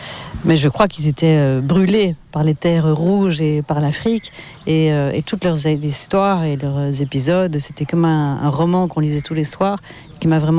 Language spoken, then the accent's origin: French; Belgium; also born or lived in Barcelona, Spain; Avant de quitter la Belgique, j'ai quitté l'Espagne parce que je suis née à Barcelone. Après, on a vécu en Belgique longtemps